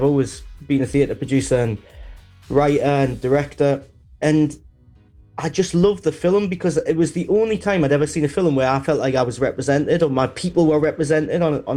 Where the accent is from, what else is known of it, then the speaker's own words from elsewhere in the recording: Blyth, North East England, United Kingdom; now in Wallsend, United Kingdom; I'm from Blythe originally, and I live in Wall's End